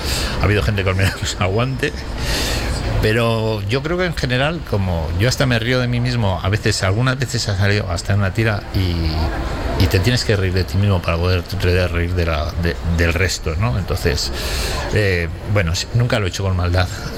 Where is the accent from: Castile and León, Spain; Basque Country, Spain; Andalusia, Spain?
Castile and León, Spain; Burgos; now in Alcalá de Henares, Spain; En Alcalá de Henares dicen que somos la segunda colonia después de los rumanos, los burgaleses. Sí, pero siempre, siempre embajador de Burgos, siempre, porque yo esta tierra que me gusta mucho, que me gusta su cielo, que me gusta su olor.